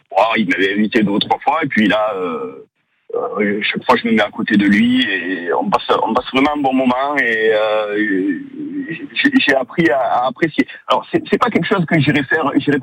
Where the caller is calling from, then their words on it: Nîmes, Occitanie, France; Je suis à Nîmes.